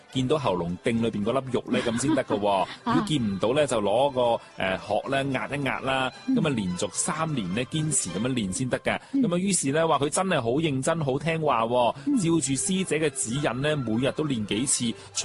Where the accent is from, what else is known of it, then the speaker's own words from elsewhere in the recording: China; 尤其是我哋中国人咧，特别中意饮茶噶嘛。我哋中国嘅茶文化真系历史悠久啊